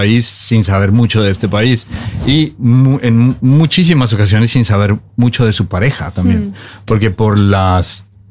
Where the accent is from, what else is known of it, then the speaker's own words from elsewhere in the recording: Bogotá, Colombia; now in Norway; yo soy colombiano, soy de Bogotá. Y a través de los años, cuando llegamos acá, empezamos a hacer nuestro grupo de amigos